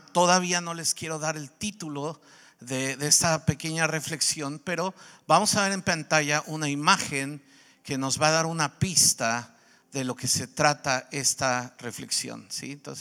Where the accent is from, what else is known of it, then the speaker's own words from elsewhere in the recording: Mexico; vengo desde México. Vine a ver el partido aquí a Panamá.